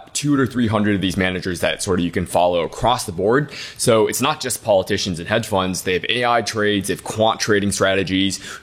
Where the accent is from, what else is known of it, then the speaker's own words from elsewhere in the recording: Detroit, Michigan, United States; So born and raised in Detroit, my parents are immigrants. We didn't have a lot